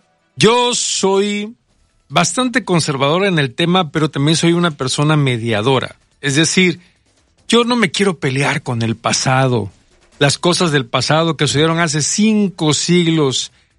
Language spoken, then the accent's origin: Spanish; Mexico; lo que somos hoy en día como mexicanos. Que somos una riquísima mezcla.